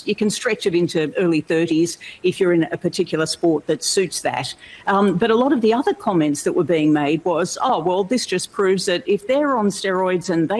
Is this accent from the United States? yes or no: no; Australia; I come from Australia.